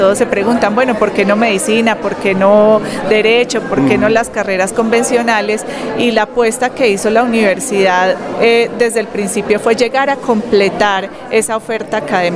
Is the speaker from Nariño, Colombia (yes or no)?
no; Cesar, Colombia; also born or lived in Manizales / Cartagena; Yo soy manizaleña, pero cesarense de corazón. Toda mi infancia o parte de mi infancia viví en La Gloria Cesar, en Aguachica Cesar, en el Bolívar también viví, en Cartagena.